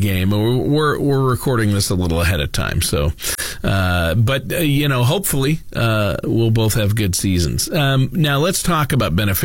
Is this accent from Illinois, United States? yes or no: no; Minnesota, United States; I'm from Minnesota, so I'm a Vikings fan.